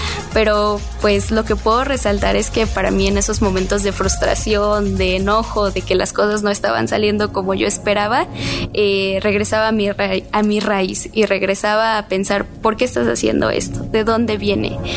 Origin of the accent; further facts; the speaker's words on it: Mexico; Creo que como mexicanos tenemos esos colores vibrantes